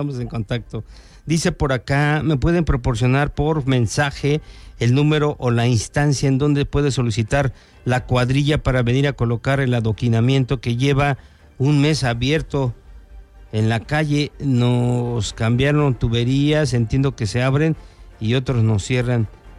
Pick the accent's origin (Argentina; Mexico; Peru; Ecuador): Mexico; somos mexicanos todos.